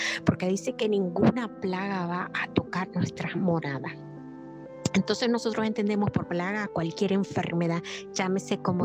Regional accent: Nicaragua; Les saludo desde mi tierra, Nicaragua.

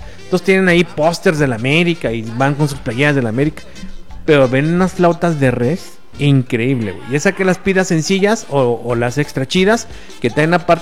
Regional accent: Mexico; Así somos los mexicanos

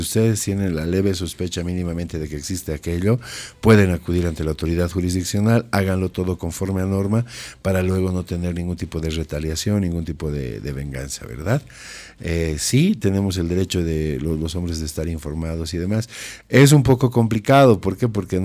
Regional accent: Bolivia; somos bolivianos

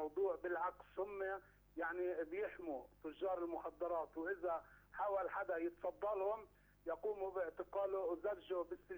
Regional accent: Jerusalem, Palestine; إحنا كمجتمع فلسطيني في مدينة القدس

